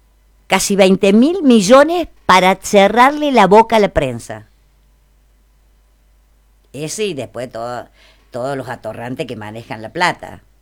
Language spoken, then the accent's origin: Spanish; San Luis, Argentina; Yo soy parte de San Luis.